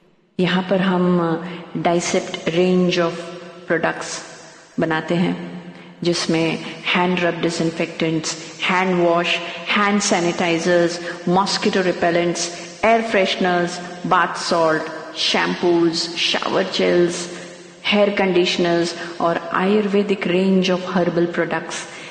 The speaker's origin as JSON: {"language": "Hindi", "town": "Mumbai", "region": "Maharashtra", "country": "India", "said": "और मैं मुंबई से हूं।"}